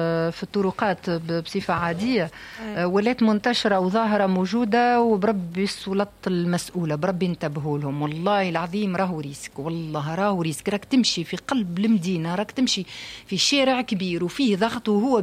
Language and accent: Arabic; Sahel, Tunisia; عندنا في الساحل